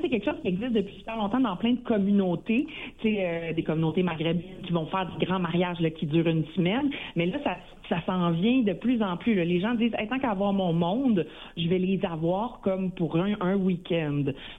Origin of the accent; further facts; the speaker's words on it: Drummondville, Quebec, Canada; je viens de Drummondville, là, je viens du centre du Québec, je viens de région.